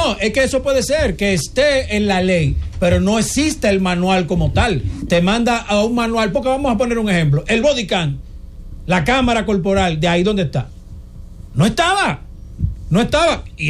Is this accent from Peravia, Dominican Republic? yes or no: no; Santo Domingo Oeste, Santo Domingo, Dominican Republic; Yo soy del municipio de Santo Domingo Oeste, conozco muchas cosas y a muchas personas de ahí